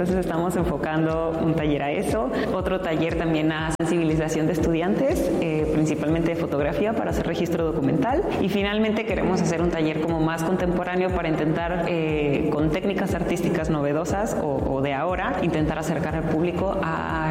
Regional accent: Mexico; forman parte de nuestra identidad como mexicanos.

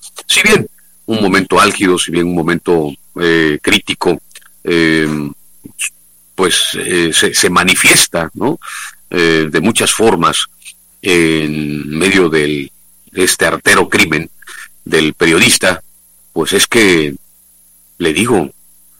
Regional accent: Oaxaca, Mexico; para nosotros como oaxaqueños

